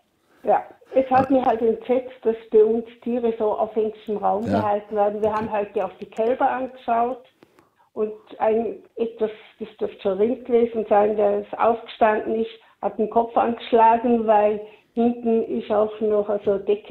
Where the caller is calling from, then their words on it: Vorarlberg, Austria; Ich komme aus dem Montafon, wohne in Bludenz, also ich kenne Dornbirn schlecht.